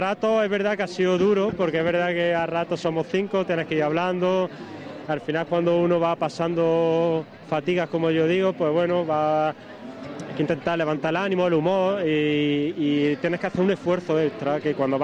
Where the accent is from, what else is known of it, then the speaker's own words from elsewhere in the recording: Andalusia, Spain; Somos de Bermá, de un pueblo de la provincia de Jaén.